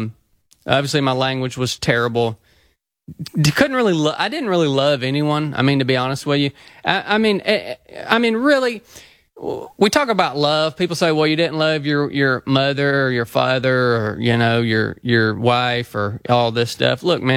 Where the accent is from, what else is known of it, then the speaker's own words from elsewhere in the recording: the South, United States; So I grew up obviously in the South